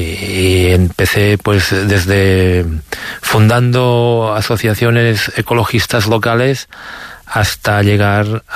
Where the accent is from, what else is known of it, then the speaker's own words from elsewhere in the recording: Sant Sadurní d'Anoia, Catalonia, Spain; Yo, por ejemplo, en mi pueblo, es un pueblo que está rodeado de viñedos, San Sadurní de Anoia